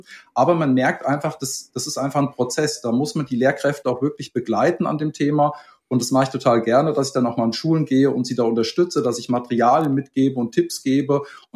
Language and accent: German; Bavaria, Germany; moved away as an adult; now in Hamburg, Germany; Ich komme ursprünglich aus Bayern und bin seit 2015 hier in Hamburg.